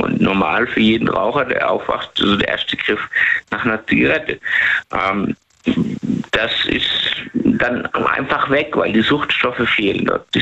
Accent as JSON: {"language": "German", "country": "Lebanon", "said": "Ich komme auch aus dem Libanon, also da ist auch leider."}